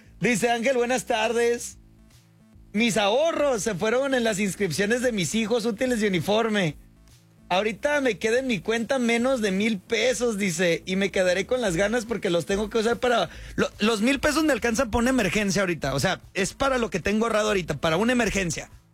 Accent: Tijuana, Baja California, Mexico; Los que somos de TJ, de toda la vida

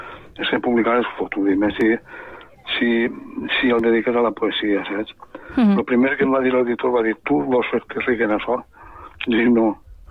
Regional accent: La Font de la Figuera, Valencian Community, Spain; perquè jo vaig néixer en Font la Figuera

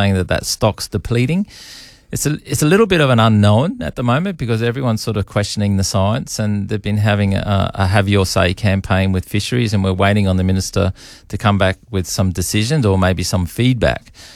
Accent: Darwin, Northern Territory, Australia; I was brought up here and, we've been fishing all our lives, much like you.

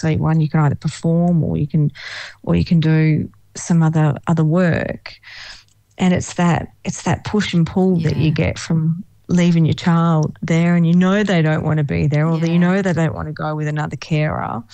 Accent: Australia; I think sometimes Australia, and I love Australia. It's my hometown

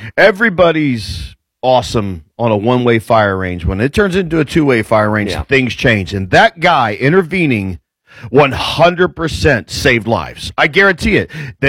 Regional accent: Indianapolis, Indiana, United States; moved away as an adult; now in Franklin, Indiana, United States; east side Indy, man. I grew up over there.

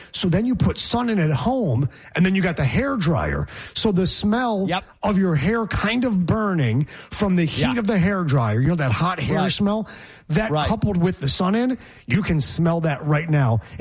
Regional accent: New York, United States; a military base near Geneva, New York, near my hometown.

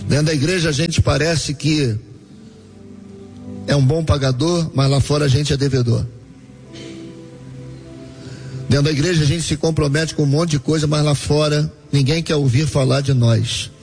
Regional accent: Nova Iguaçu, Rio de Janeiro, Brazil; Eu sou de Nova Iguaçu

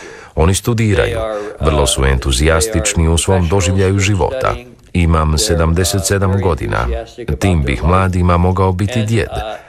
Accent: Croatia; now in United States; ne samo kao Amerikanac, nego kao imigrant iz Hrvatske i također iz imigrantske obitelji koja se našla u drugoj zemlji zbog Prvog svjetskog rata

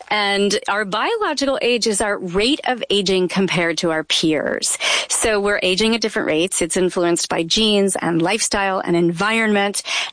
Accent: Louisville, Kentucky, United States; I grew up in Louisville, Kentucky, and I can remember listening to All Things Considered and Susan Stamberg

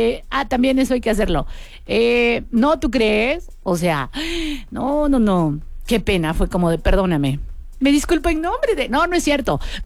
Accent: Tehuacán, Puebla, Mexico; sí somos de Tehuacán

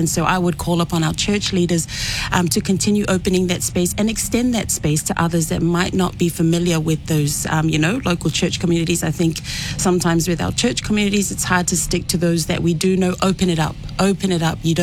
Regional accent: Fiji; moved away; I come from Fiji myself

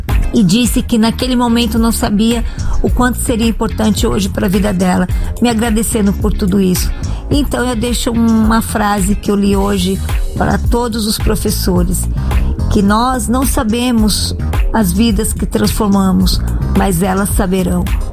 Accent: Guarulhos, São Paulo, Brazil; eu sou de Guarulhos.

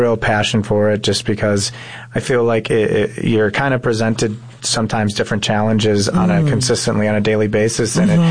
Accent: Chicago, Illinois, United States; also born or lived in Park Ridge, Illinois; Yes, one of seven children. I grew up in the north side in the Jefferson Park area.

